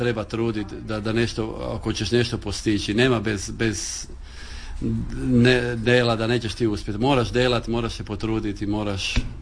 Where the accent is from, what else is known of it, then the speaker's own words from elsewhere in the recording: Motovun, Istria County, Croatia; prvo reći iz Motovuna, iz Kaldira, to su moji korijeni, to je moj rod i jako sam ponosan